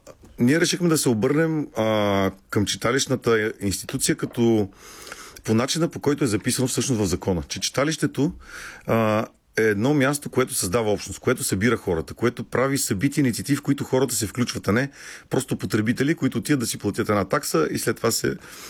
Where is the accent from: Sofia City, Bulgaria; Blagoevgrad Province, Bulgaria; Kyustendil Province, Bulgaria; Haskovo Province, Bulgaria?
Kyustendil Province, Bulgaria; Dupnitsa; аз понеже съм от Дупница, на едно място в Дупница, което направихме едно време